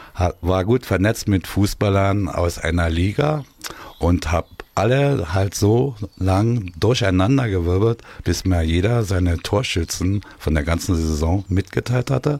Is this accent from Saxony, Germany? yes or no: no; Saarbrücken, Saarland, Germany; Hey, wir sind aus Saarbrücken, wir kennen da nichts.